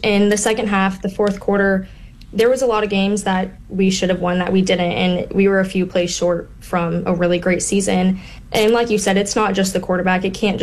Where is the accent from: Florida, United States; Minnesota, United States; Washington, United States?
Florida, United States; And I'm from Florida, so I didn't grow up a Mississippi State fan.